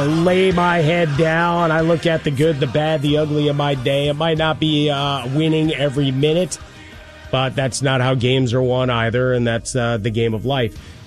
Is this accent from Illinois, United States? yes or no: yes; Chicago, Illinois, United States; But there was also the Mike Ditka that I loved growing up in Chicago